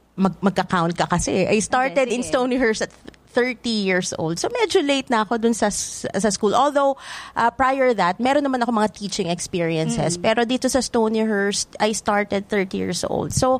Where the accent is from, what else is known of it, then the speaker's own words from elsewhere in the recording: Batangas, Calabarzon, Philippines; moved away as an adult; Because taga Batangas po ako.